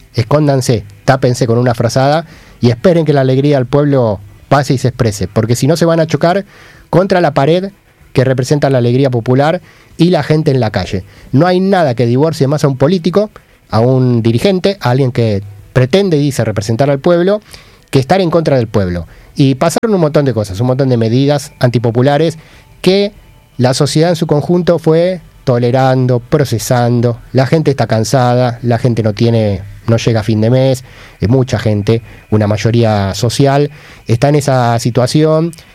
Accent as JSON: {"language": "Spanish", "country": "Argentina", "said": "somos Argentina"}